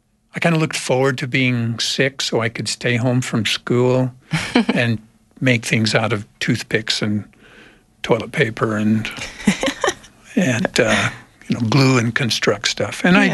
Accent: Western United States, United States; I was born in Mesquite, Nevada. Oh, wow. And kind of grew up living in small towns throughout the West.

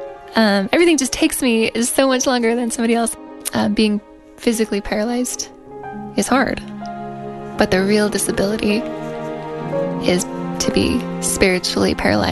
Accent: Utah, United States; from Utah.

